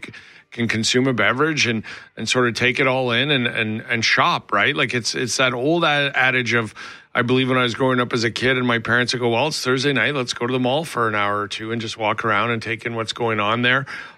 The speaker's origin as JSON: {"language": "English", "region": "Alberta", "country": "Canada", "tie": "born or raised there", "said": "a kid growing up in Alberta"}